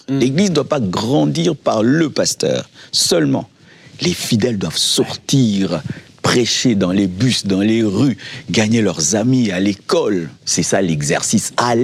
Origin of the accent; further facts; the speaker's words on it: Kinshasa, DR Congo; Comme j'ai grandi à Lemba, je voulais implanter une église à Lemba parce que j'étais connu à Lemba, j'avais des amis à Lemba